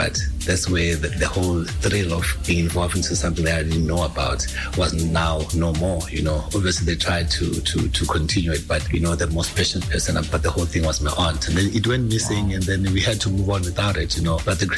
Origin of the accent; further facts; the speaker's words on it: Mpumalanga, South Africa; there's a town near my hometown called Witbank where guys like … used to be huge artists there.